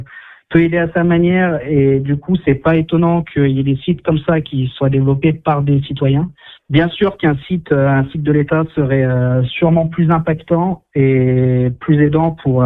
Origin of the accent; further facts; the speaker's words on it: Auvergne-Rhône-Alpes, France; moi je suis originaire d'Isère, j'ai toujours grandi là-bas.